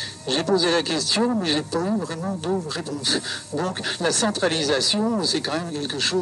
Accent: Cherbourg, Normandy, France; Oui, moi je suis de Cherbourg, de La Hague.

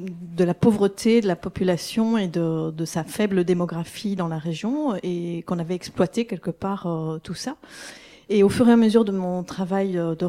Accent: Belgium; Et moi, je savais pas du tout ce qui se passait à Bure en tant que Belge.

